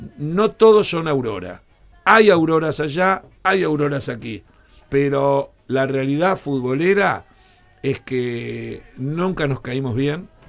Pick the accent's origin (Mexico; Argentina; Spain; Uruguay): Uruguay